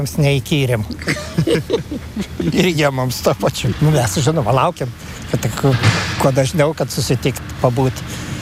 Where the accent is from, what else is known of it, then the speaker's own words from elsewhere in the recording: Samogitia, Lithuania; Anksčiau aš žemaitis, vo, nors žemaitišką ne visą gerą moku, bet retkarčias išeina.